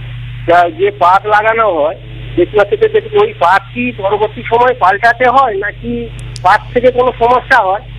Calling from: Rudranagar, West Bengal, India; আমি সাগরদীপ রুদ্রনগর থেকে

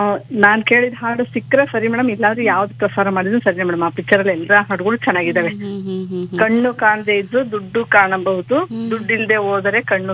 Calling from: Nidige, Karnataka, India; ನಿಧಿಗೆಯಿಂದ.

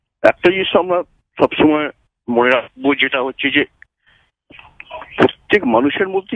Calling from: Kolkata, West Bengal, India; বেহালা থেকে … কথা বলছি।

